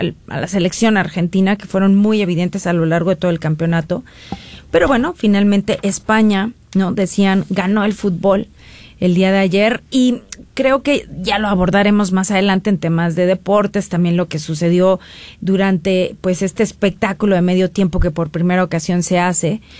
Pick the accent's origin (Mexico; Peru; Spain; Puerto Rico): Mexico